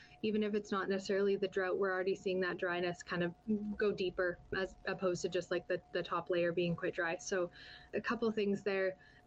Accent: Kamloops, British Columbia, Canada; I'm from Kamloops, and I'm just here for the week

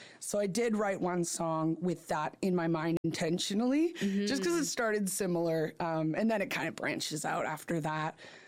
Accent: Prince George, British Columbia, Canada; I'm from Prince George, Tsleil-Waututh'en Nation.

